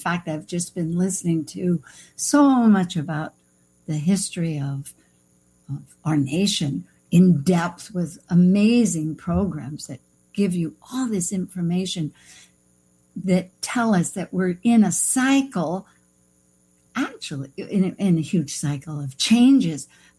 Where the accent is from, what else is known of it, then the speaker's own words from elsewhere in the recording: San Francisco, California, United States; born there; also born or lived in US West Coast; I was born in San Francisco, but I lived all up and down the West Coast and I traveled other places.